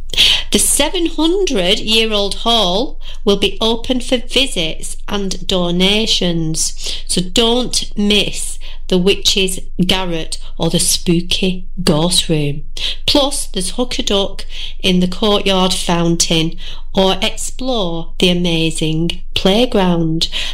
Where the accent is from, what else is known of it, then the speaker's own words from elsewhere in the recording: Wigan, North West England, United Kingdom; And I know where I lived, I grew up in Scholes in Wigan.